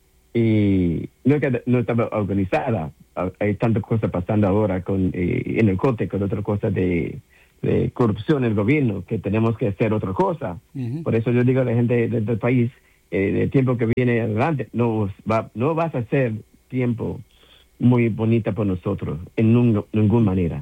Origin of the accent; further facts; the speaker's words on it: England, United Kingdom; Spanish is a second language; Perdón por mi español, porque ya sabes, yo soy inglés, pero todavía...